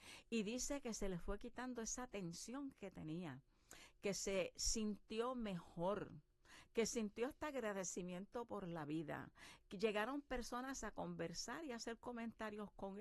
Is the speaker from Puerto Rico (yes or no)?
yes; San Sebastián, Puerto Rico; El Festival de la Hamaca en San Sebastián, mi pueblo natal, es precioso.